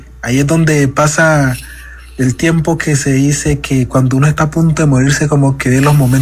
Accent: Cauca, Colombia; also born or lived in Puerto Tejada; Yo soy nacido en el Cauca

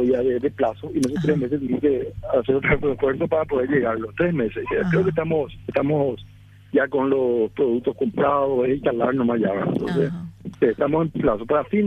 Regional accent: Paraguay; somos profesionales paraguayos

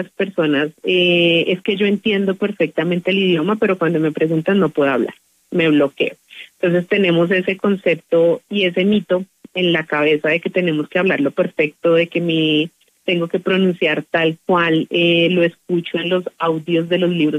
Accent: Colombia; nosotros como colombianos vamos a manejar un acento

